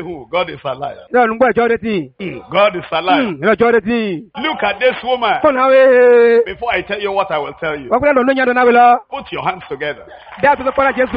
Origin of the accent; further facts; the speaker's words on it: Nigeria; Because I came from Nigeria, Africa.